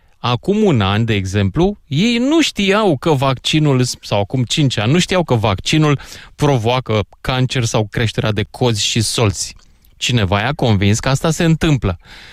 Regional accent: Romania; moved away; Pe mine, ca român netrăitor aici, mă rănește să descoper o identitate falsă de câte ori mă întorc acasă

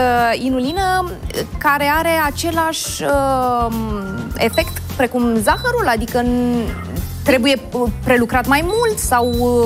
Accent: Piatra Neamț, Neamț County, Romania; Eu sunt din Piatra Neamț

